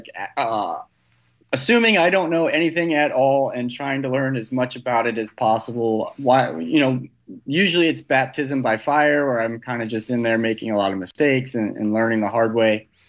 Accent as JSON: {"language": "English", "region": "Texas", "country": "United States", "said": "I'm from Texas originally, and I'll go back to visit my parents"}